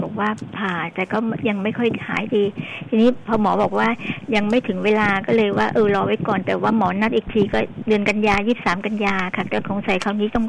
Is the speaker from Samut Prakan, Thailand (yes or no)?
no; Bang Phae, Ratchaburi, Thailand; born there; now in Bang Kruai, Thailand; แต่ที่ราชบุรีอำเภอบางแพจังหวัดราชบุรีค